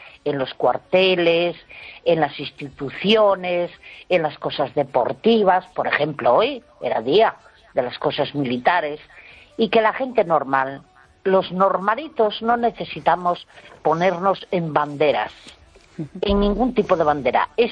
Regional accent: Spain

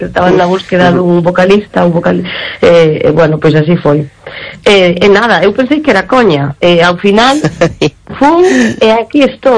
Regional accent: Argentina; A verdade que sí, sí, porque aparte de cada unha de un sitio … veño da Argentina

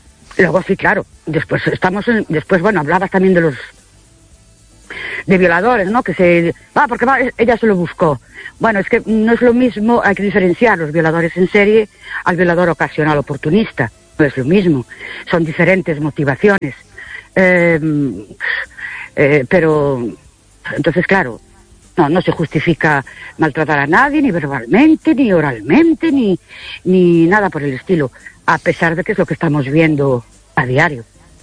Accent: Ourense, Galicia, Spain; de Urense otra vez.

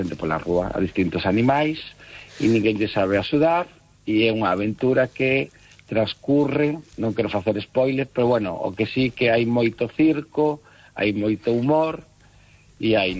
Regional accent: Cangas, Galicia, Spain; onde son contos de mulleres do Morrazo, que é onde son eu, de Cangas.

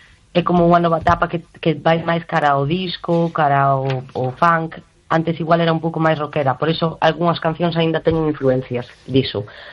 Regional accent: Argentina; now in Spain; veño da Arxentina

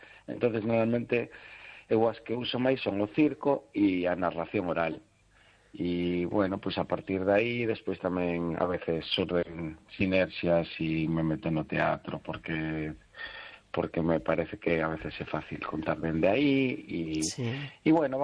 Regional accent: Cangas, Galicia, Spain; donde son contos de mujeres de Morrazo, que de donde son eu, de Cangas.

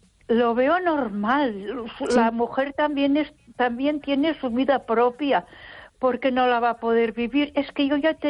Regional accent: Barcelona, Catalonia, Spain; Mira, yo me crié y viví hasta que me casé en la Avenida Gaudí, cerquita de la Sagrada Familia.

